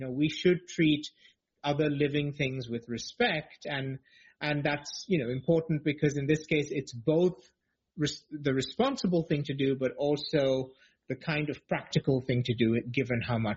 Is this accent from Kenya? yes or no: yes; Kenya; I'm so proud as a Kenyan